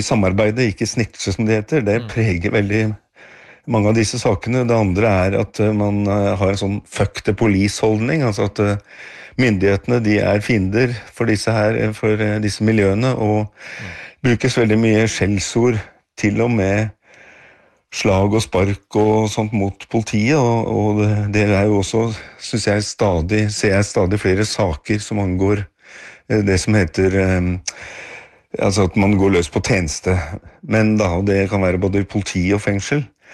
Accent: Oslo, Norway; Det går jo en lang linje fra da jeg ble født og vokste opp i Groruddalen i nye blokker der.

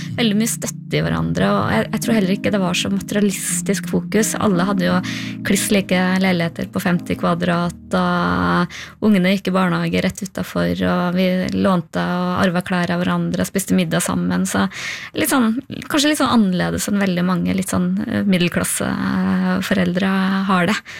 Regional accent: Trøndelag, Norway; ble boende på hjemplassen min i Nord-Trøndelag noen år

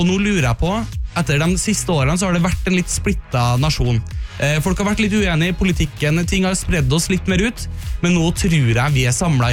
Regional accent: Trøndelag, Norway; som trønder som endelig er litt i Oslo

